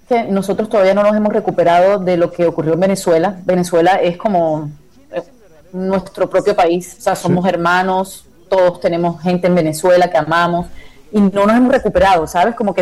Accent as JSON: {"language": "Spanish", "country": "Colombia", "lives_now": "Barranquilla, Colombia"}